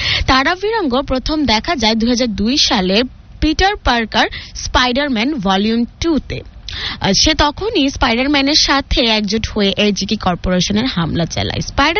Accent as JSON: {"language": "Bangla", "country": "Bangladesh"}